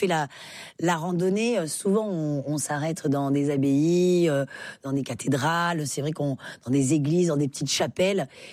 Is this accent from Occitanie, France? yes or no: yes; Occitanie, France; Oui, faut dire que je viens des Cévennes. Donc, j'étais plutôt gardienne de chèvres.